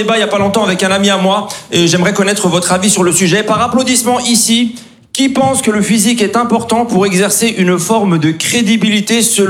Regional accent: Grand Est, France; born or raised there

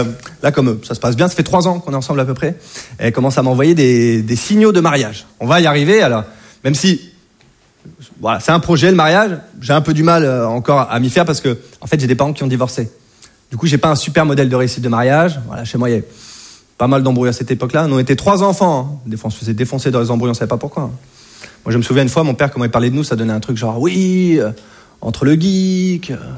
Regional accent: Hauts-de-France, France; moved away as an adult; now in Paris, France; Je viens de Picardie. Et maintenant, je vis à Paris. Je suis venu à Paris faire mes études et puis bosser aussi.

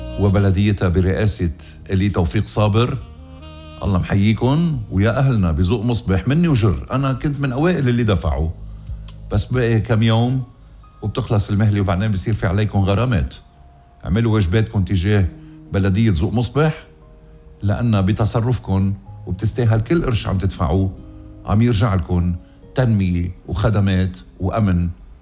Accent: Ghazir, Keserwan-Jbeil, Lebanon; هالدير اللي أسسه ابن ضيعتي غزير

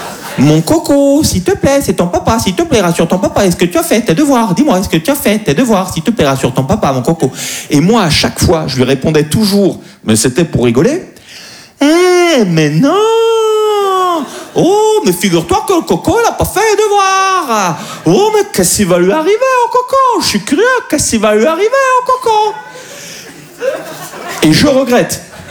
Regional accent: Bastia, Corsica, France; moved away as an adult; je connais très bien la Corse. Je suis né à Bastia. J'ai grandi pendant 17 ans là-bas

